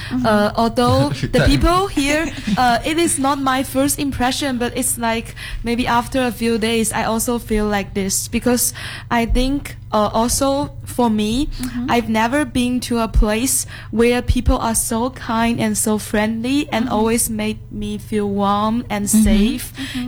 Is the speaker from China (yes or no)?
yes; Guangzhou, Guangdong, China; English is a second language; Oh, I'm from Guangzhou.